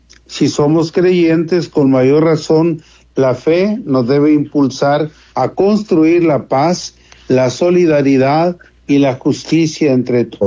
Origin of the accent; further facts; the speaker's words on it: Monterrey, Nuevo León, Mexico; moved away as an adult; also born or lived in Nuevo Laredo; now in Yucatán, Mexico; Nuevo Laredo es para mí algo semejante a mi tierra, a Monterrey. Llegué acá, salí de Monterrey y a la vez quedé aquí mismo, con la misma provincia eclesial, con la misma cultura que hay en este lugar.